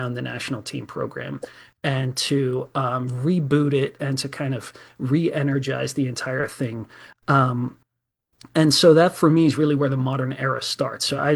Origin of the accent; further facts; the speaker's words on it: Netherlands; my country, I was born in the Netherlands, was in the World Cup final.